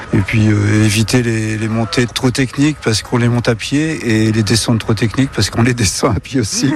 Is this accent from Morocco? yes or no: no; Tours, Centre-Val de Loire, France; Oui, je viens de Tours, oui.